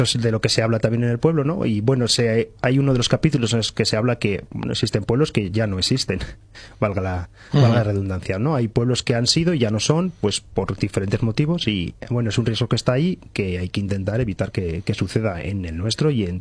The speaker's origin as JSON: {"language": "Spanish", "town": "Babón", "country": "Spain", "tie": "born or raised there", "said": "Por desgracia, en mi pueblo, en los años 90 se cerró la escuela. Yo fui uno de esos últimos chavales que fueron a la escuela en Babón"}